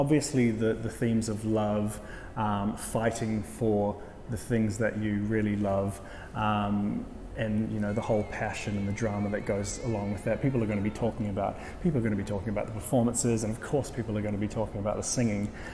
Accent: Philippines

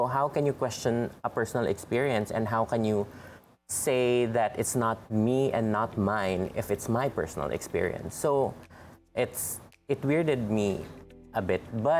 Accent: Mindanao, Philippines; I'm from Mindanao

